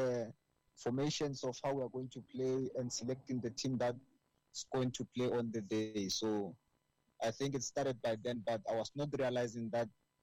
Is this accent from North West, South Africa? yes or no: no; Polokwane, Limpopo, South Africa; coach and founder of Young Pleasant Football Club. Mm-hmm. I come from Polokwane, but outside town, Hamalepo Arampiri.